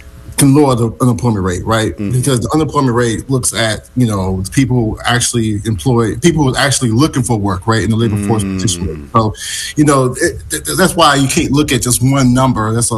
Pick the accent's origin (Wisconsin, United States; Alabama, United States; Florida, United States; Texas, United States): Alabama, United States; Birmingham; I'm from Birmingham, Alabama, so I've been saying Dumas all my life, so it's Dumas.